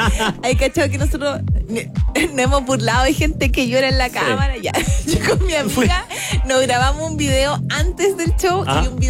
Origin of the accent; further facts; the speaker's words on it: Chile; soy más chilena que los porotos.